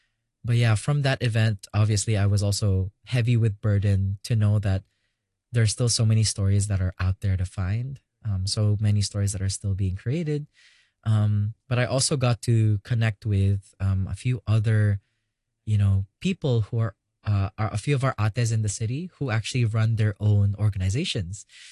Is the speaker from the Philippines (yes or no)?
yes; Philippines; it's amazing that we get to have all these, you know, experiences as a Filipino and unpack all these things.